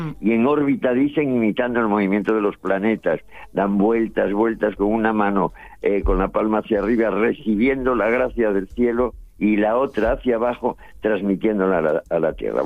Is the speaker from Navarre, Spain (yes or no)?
no; Santalla de Oscos, Asturias, Spain